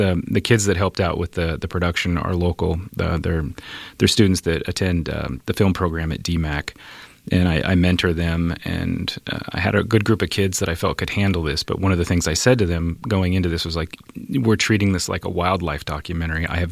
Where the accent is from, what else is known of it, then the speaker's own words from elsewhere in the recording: Des Moines, Iowa, United States; also born or lived in Osceola, Iowa; I grew up in Des Moines up until high school, and then moved to a small town south of Des Moines, Osceola, Iowa. But growing up on the east side